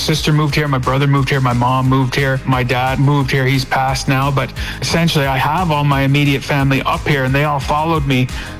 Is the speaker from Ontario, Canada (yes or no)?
no; Conception Bay South, Newfoundland and Labrador, Canada; I was born and raised in Conception Bay, South Newfoundland.